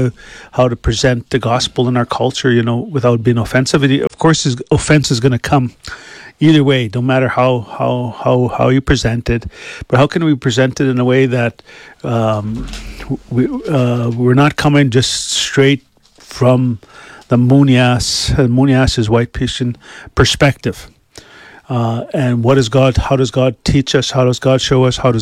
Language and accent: English; Saskatchewan, Canada; I come from Bipixi's First Nation.